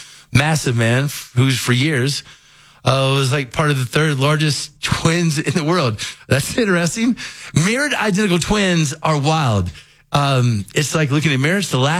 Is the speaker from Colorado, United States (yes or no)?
yes; Elizabeth, Colorado, United States; So, man, again, Willie, I grew up in Elizabeth.